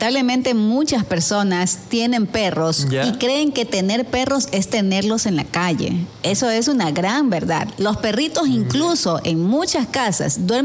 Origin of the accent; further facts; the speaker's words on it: Quevedo, Los Ríos, Ecuador; born there; Yo soy nacida en Quevedo